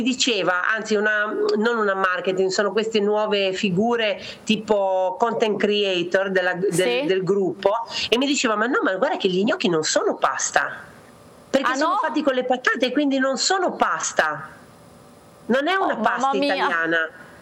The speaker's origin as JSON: {"language": "Italian", "town": "Pietra Ligure", "region": "Liguria", "country": "Italy", "lives_now": "Jakarta, Indonesia", "said": "il cambiamento principale è che noi nati sul mare, perché noi siamo di Pietra Ligure, quindi 5 minuti eri al mare"}